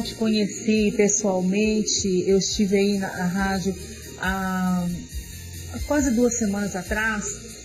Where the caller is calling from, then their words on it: João Monlevade, Minas Gerais, Brazil; Eu sou de João Molevade, Minas Gerais.